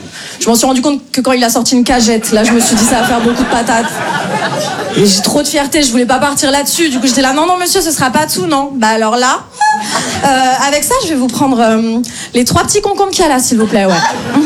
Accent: Paris, Île-de-France, France; Je me présente … moi je viens de Paris

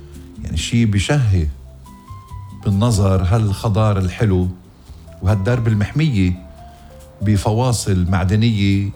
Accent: Lebanon; accent: Lebanese; بلغتنا اللبنانية، بلهجتنا اللبنانية

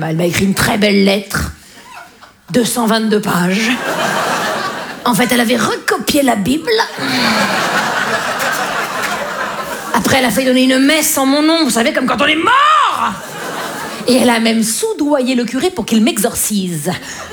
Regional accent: Grand Est, France; Je viens des Vosges. Les Vosges, vous voyez? Les Vosges, vous voyez? C'est en France, hein, vous voyez? C'est juste avant l'Ukraine, vous voyez? C'est dans l'Est

